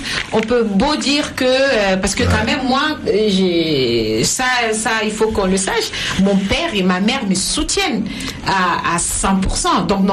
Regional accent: Chad; also born or lived in United States / Senegal; now in France; j'ai vécu 13 années de ma vie à l'extérieur du Tchad, dont 9 années aux États-Unis, et quand je suis rentrée

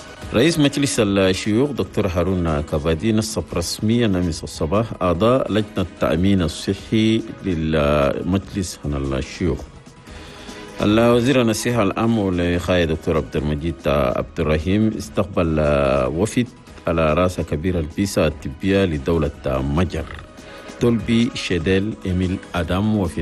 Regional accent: Chad

